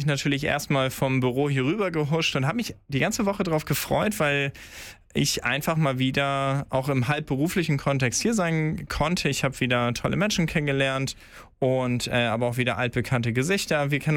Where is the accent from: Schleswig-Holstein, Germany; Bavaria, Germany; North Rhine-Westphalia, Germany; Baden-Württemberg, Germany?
Schleswig-Holstein, Germany; Brunsbüttel; Als gebürtiger Brunsbüttler